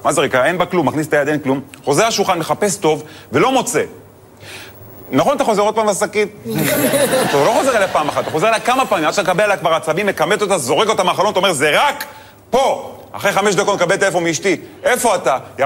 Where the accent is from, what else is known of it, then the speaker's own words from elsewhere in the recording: Netanya, Central District, Israel; האמת, אני גדלתי בנתניה, לא יצא לי, בחיים לא הייתי שליח בבית, כי אמא טריפוליטאית, היא מכינה הכל.